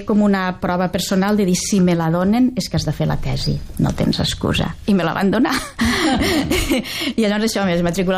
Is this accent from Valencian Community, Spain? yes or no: yes; Vinaròs, Valencian Community, Spain; No, però abans d'això explicaré on vaig néixer. Jo vaig néixer a Vinaròs.